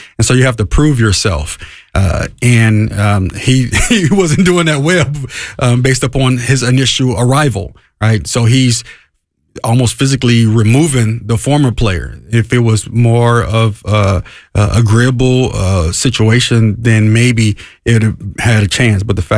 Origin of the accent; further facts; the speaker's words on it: Harvey, Illinois, United States; Yeah, I grew up in the inner city of Chicago, a south suburb, Harvey, Illinois.